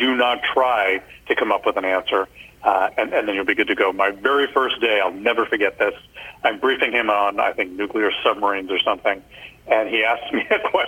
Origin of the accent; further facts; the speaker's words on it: United States; as American citizens